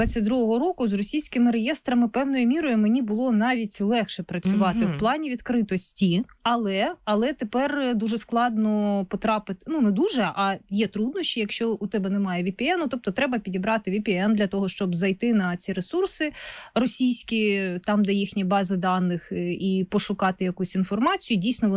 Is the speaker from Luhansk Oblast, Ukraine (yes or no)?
yes; Luhansk Oblast, Ukraine; я сама з Луганщини, і на Луганщині, на певній частині Луганщини, це була прям проблема. От той регіон, з якого я, у нас води не було місяцями